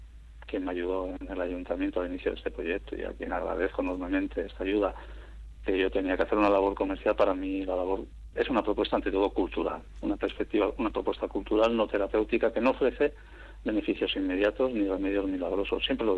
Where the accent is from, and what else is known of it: Bermeo, Basque Country, Spain; also born or lived in Barcelona